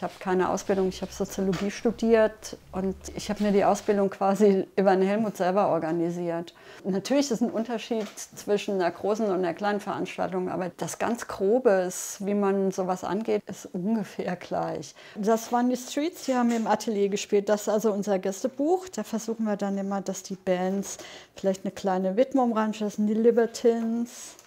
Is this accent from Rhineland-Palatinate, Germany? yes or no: yes; Kaiserslautern, Rhineland-Palatinate, Germany; moved away as an adult; ich bin in Kaiserslautern groß geworden. Es war relativ trist in den 80ern.